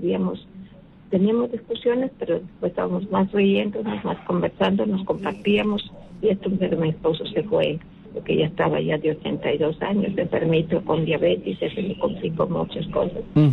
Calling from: Piura, Peru; De Piura, doctor.

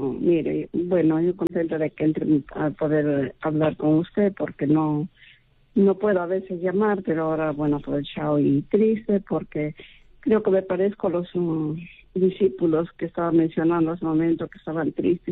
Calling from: Trujillo, La Libertad, Peru; de Trujillo

